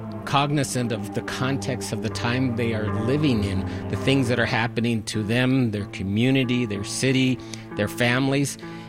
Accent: Southwest, United States; what makes us who we are in the Southwest.

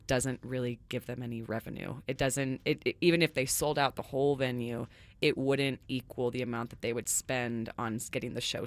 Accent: Reno, Nevada, United States; I'm a native Nevadan. I'm from Reno, so I'm always very interested in the goings-on in Vegas.

